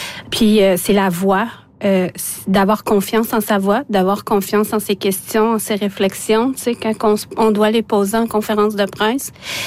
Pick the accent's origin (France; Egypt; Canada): Canada; first language Innu-aimun; French is a second language; Imagine, moi qui parle l'inuimoun, ma langue maternelle, c'est l'inuimoun.